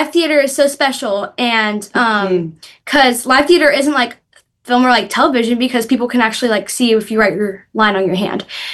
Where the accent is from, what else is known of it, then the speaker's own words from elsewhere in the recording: Oklahoma, United States; I am born and raised.